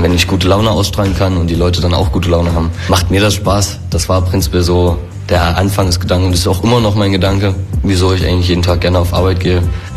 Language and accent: German; Nossen, Saxony, Germany; Ich komme ursprünglich aus Nossen.